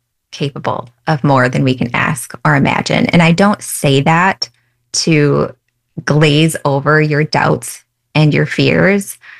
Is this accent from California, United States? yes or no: no; Minnesota, United States; I grew up right here in Minnesota, born and raised.